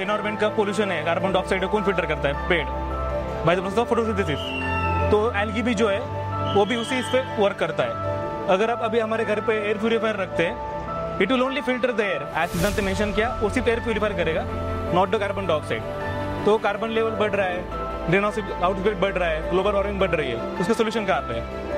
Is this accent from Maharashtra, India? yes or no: yes; Beed, Maharashtra, India; I am from basically from Beed Maha